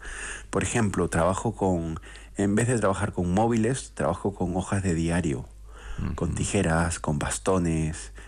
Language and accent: Spanish; Lima, Peru; Yo vengo de Perú, yo soy de Lima, de Perú.